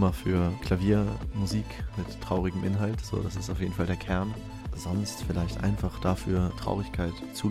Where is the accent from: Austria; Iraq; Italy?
Austria; Vienna; Ich komme aus Wien, born and raised, aus dem zweiten Wiener Gemeindebezirk Leopoldstadt.